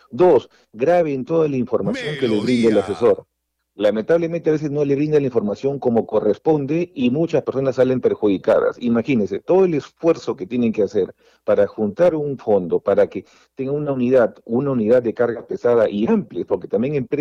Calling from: Lima, Peru; yo me comunico desde Lima, pero también viajo a Arequipa

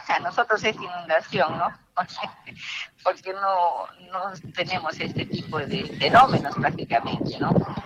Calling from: Ilo, Moquegua, Peru; yo vivo en Hilo

